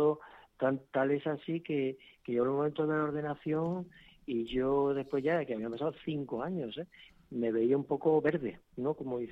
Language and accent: Spanish; Cádiz, Andalusia, Spain; also born or lived in Madrid / Melilla; Yo me crié en Cádiz, acabamos en Madrid. Después yo seguí el camino militar y por eso acabé de nuevo en Melilla